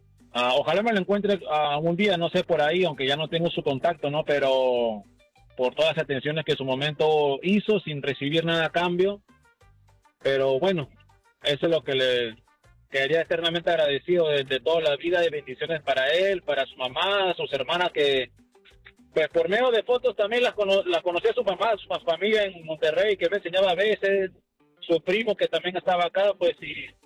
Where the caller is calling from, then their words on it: Austin, Texas, United States; por aquí, por Austin, por el sur de Austin.